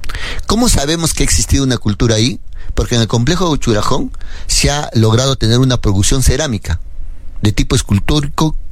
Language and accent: Spanish; Arequipa, Peru